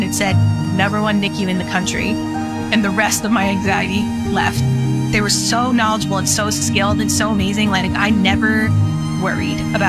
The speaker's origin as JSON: {"language": "English", "town": "Ashburn", "region": "Virginia", "country": "United States", "said": "we are from Ashburn, Virginia."}